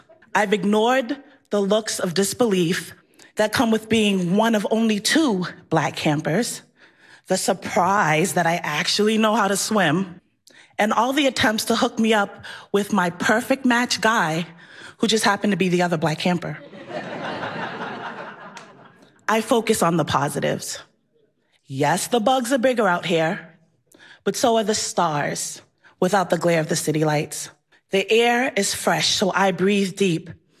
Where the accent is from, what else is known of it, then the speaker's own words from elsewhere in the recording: Boston, Massachusetts, United States; born there; I was born in Boston with Caribbean roots.